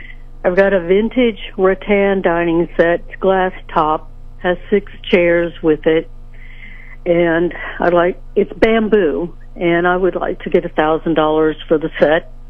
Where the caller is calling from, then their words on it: Sedalia, Missouri, United States; I'm calling from Sedalia.